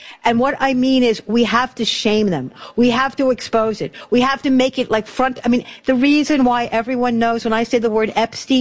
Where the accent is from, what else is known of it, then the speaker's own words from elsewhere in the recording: New Hampshire, United States; I'm from New Hampshire. So, you know, when you're living in New Hampshire, you get to meet all the candidates